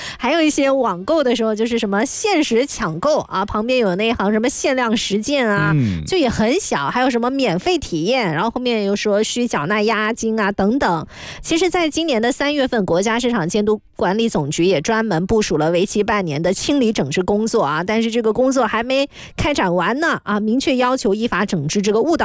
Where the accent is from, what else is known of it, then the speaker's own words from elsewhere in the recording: Beihai, Guangxi, China; 我的家乡广西北海啊，确实是个好玩的地方啊。